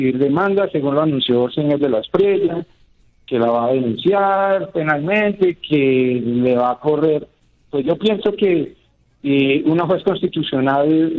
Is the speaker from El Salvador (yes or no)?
no; Colombia; Entonces, y todos somos colombianos. Todos nos tenemos el derecho de vestir la camiseta de la Selección Colombia.